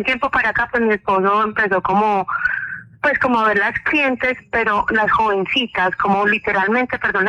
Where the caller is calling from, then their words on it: Gómez Plata, Antioquia, Colombia; Yo estoy acá en Gómez Plata.